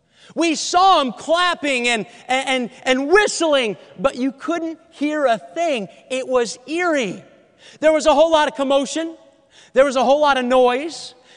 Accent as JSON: {"language": "English", "region": "New England", "country": "United States", "tie": "born or raised there", "also_born_or_lived": "New York / Maine / New Hampshire", "said": "Before I moved to Ohio, I grew up in New England. I love New England. I live in Ohio now, but I love growing up in New England. I was born in New York."}